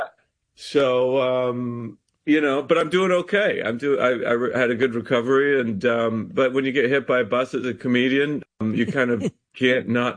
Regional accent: Idaho, United States; now in New York, United States; It was in L.A. I live in New York. It was in L.A. I'm from Idaho, if you remember.

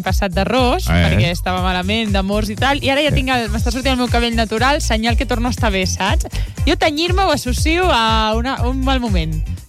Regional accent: Catalonia, Spain; Com a bona espanyola, eh? Som molt catalana, també, eh?

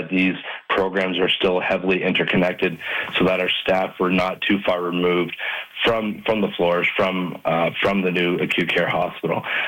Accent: Hamilton, Ontario, Canada; moved away as an adult; now in Windsor, Canada; I'm from Hamilton originally, but relocated here about 4 years ago.

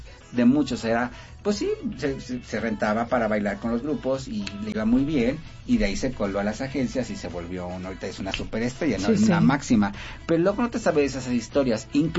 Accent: Michoacán, Mexico; moved away; Yo, por favor, también cuando llegué de Michoacán con dos trenzas largas llenas de listones que nadie creía en mí.

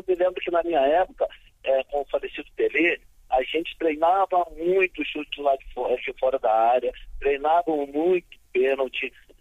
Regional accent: Brazil; eu não gostaria que a Noruega ganhasse do Brasil, lógico, como brasileiro, né?

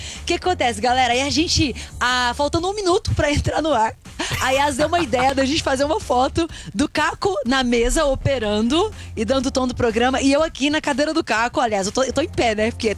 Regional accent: Minas Gerais, Brazil; now in São Paulo, Brazil; Eu, por exemplo, sou do sul de Minas Gerais e estou aqui em São Paulo.

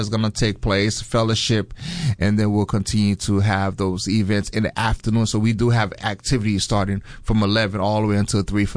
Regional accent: Fort Lauderdale, Florida, United States; born there; moved away as an adult; also born or lived in Haiti / Tupelo, Mississippi; now in Mobile, United States; born in Haiti, raised in Fort Lauderdale, Florida. From Fort Lauderdale, Florida, matriculated to, came here to Alabama for school.

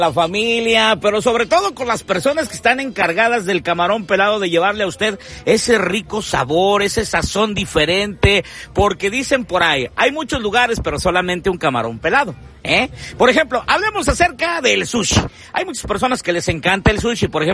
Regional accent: Navolato, Sinaloa, Mexico; Yo soy de acá, ¿qué me dijo, primo? Yo soy de acá de Navolato, ¿qué rollo?

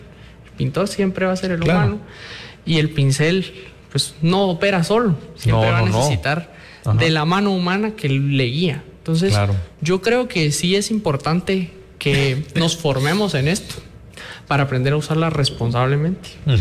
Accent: Guatemala

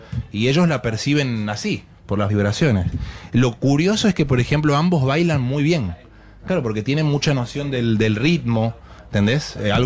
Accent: Argentina; pero también como argentino

